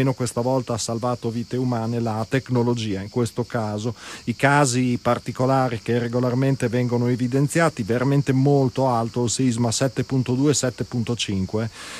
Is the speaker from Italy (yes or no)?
no; Venezuela; È un'altra catastrofe per il mio paese, il cui governo è incapace, ha anche distrutto le infrastrutture. La presidente ad interim Delcy Rodriguez è peggio di Maduro